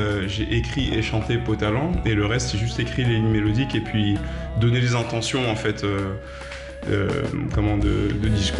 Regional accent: Martinique; born or raised there

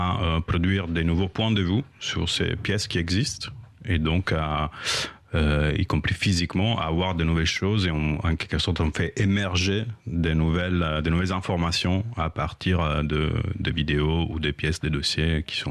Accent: Italy; now in Paris, France; je suis italien, mais je vis à Paris depuis longtemps

